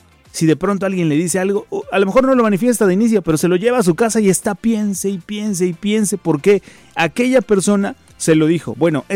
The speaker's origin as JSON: {"language": "Spanish", "country": "Mexico"}